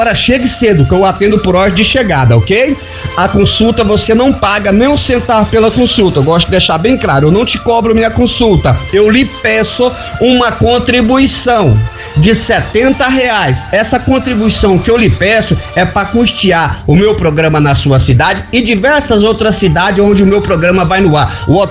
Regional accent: Northeast Region, Brazil; na minha terra, na minha região, no Nordeste

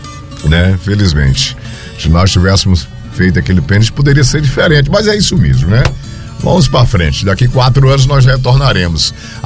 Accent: Brazil; nós somos brasileiros

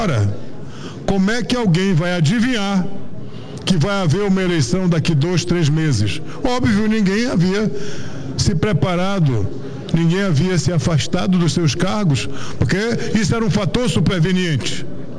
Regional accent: Roraima, Brazil; nós somos de Roraima

